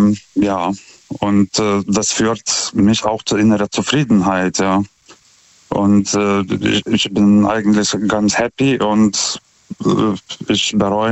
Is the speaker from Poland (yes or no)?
no; Lithuania; German is a second language; now in Germany